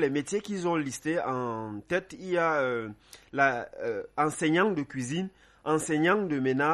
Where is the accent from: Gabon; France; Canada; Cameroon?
Cameroon; chez nous au Cameroun.